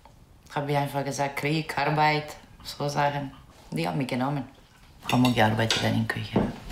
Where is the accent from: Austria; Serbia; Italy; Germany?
Serbia; German is a second language; moved away as an adult; ich als Serbe